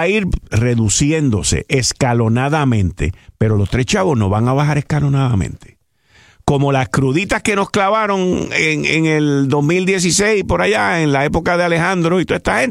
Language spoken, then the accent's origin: Spanish; Puerto Rico; conociendo como somos nosotros los boricuas